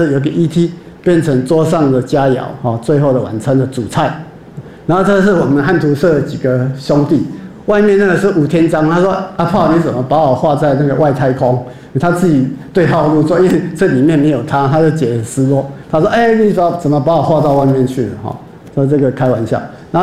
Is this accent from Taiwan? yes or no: yes; Keelung, Taiwan; 这个是我基隆海边，我小时候住在那个巷子里面，征兵渔港哈。